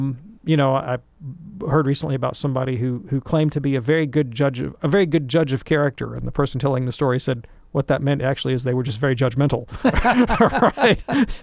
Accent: Alabama, United States

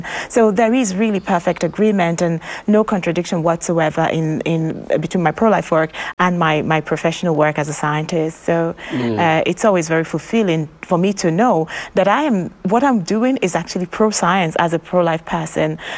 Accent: Nigeria; moved away as an adult; now in United Kingdom; But I was born and raised in Nigeria, in the southeastern part of Nigeria.

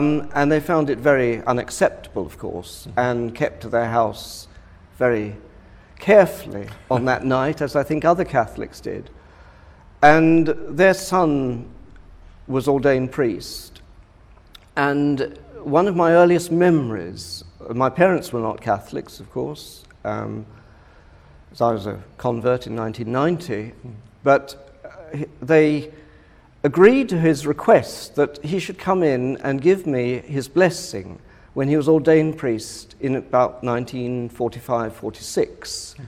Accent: Lewes, South East England, United Kingdom; I suppose I grew up in Lewes in Sussex, which is notorious in England anyway, because it was the scene of some of the Marian martyrs, Protestant martyrs, martyred under Mary Tudor.

